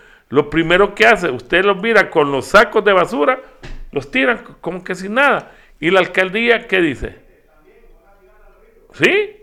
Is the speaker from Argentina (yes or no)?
no; Tegucigalpa, Francisco Morazán, Honduras; el centro histórico de Tegucigalpa, en los años que fuimos niños, ahí vivían solo familias